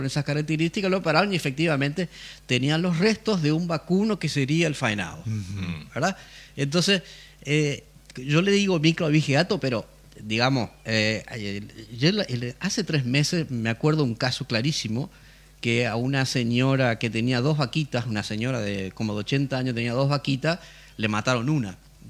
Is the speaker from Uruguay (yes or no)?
yes; Uruguay; now in Paraguay; yo soy uruguayo